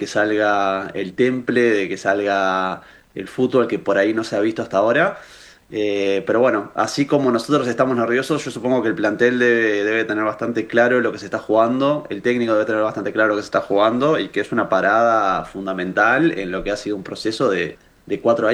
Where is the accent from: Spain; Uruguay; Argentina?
Uruguay; como uruguayos es difícil tener la cabeza en algo que no sea el partido de hoy a las 9.